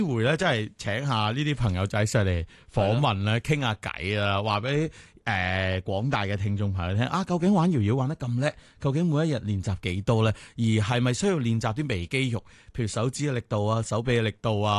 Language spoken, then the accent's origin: Cantonese; Hong Kong; 我哋香港人嚟噶